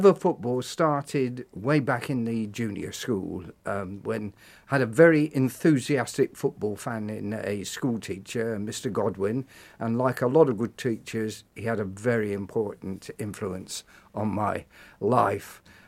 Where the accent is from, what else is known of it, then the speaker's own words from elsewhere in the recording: Cheltenham, South West England, United Kingdom; I grew up in Cheltenham on a council estate on the outskirts there.